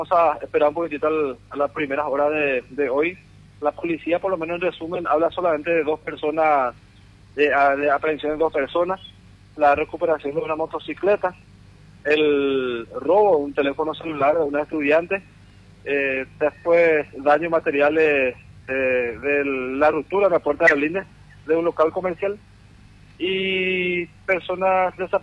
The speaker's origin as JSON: {"language": "Spanish", "country": "Venezuela", "said": "somos sí, venezolanos"}